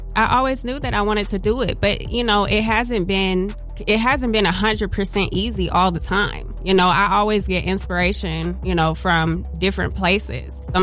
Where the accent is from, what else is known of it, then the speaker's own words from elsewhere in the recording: Roanoke, Virginia, United States; also born or lived in Greensboro, North Carolina; now in Northern Virginia, United States; I grew up in Roanoke, Virginia, the Star City. So that in itself influenced me as an artist.